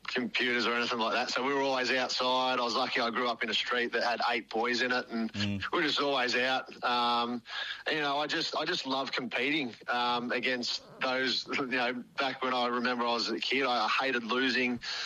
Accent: Albury, New South Wales, Australia; growing up in the country, I grew up in Albury, and you know, football was a big part of my childhood.

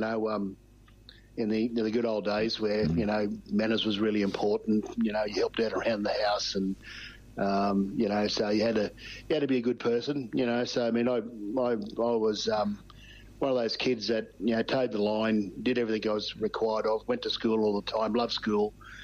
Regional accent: Queensland, Australia; I guess, pleased that, you know, I'm Australian South Sea Islander.

